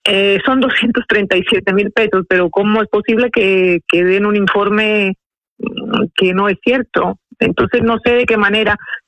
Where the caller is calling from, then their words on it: Madrid, Community of Madrid, Spain; de Madrid.